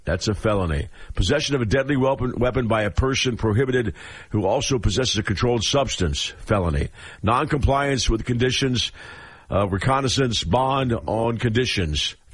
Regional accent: Pennsylvania, United States; born there; everything's recreational around my home state. And Pennsylvania is still medical

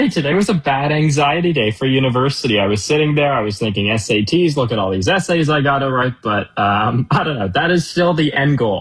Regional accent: Canada; Well, for your listeners who don't know, I'm from Canada, so it's got to be the obvious one

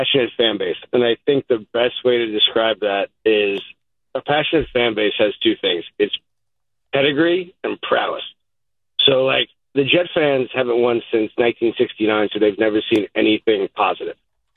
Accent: New York, United States; now in East Islip, United States; I grew up in New York.

